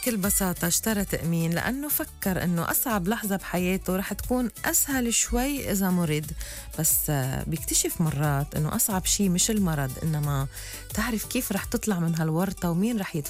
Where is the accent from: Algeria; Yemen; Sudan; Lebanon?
Lebanon; نحنا كلبنانية